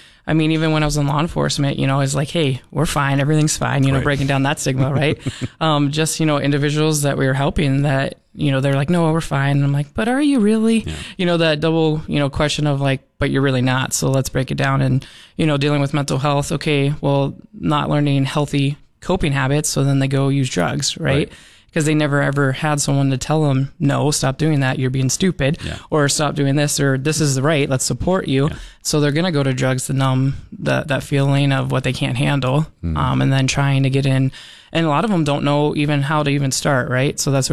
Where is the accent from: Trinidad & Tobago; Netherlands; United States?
United States; Pittsburgh, Pennsylvania; I'm from the Pittsburgh area